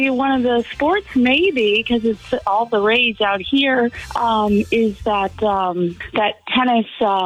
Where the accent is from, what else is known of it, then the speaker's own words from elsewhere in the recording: Miami, Florida, United States; I grew up in Miami